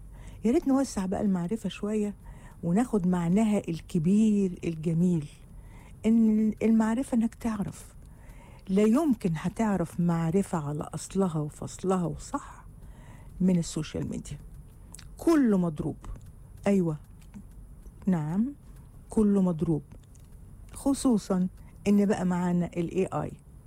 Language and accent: Arabic; Egypt; طيب السياح بقى اللي بيجوا عندنا في مصر